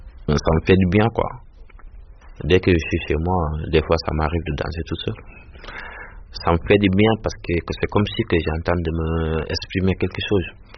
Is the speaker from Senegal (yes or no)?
yes; Dakar, Senegal; now in Drancy, France